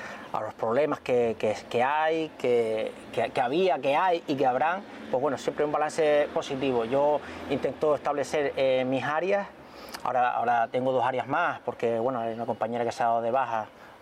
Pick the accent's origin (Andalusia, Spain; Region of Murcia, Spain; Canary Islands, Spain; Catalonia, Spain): Canary Islands, Spain; Tuineje; es la plaza de mi pueblo, esta, donde uno ha jugado desde niño, donde te vio nacer, crecer. Y bueno, aparte de ser el casco histórico del municipio de Twineje